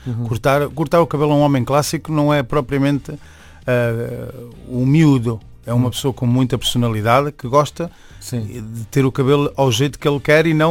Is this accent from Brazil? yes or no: no; Venezuela; accent: Venezuelan; Venezuelano.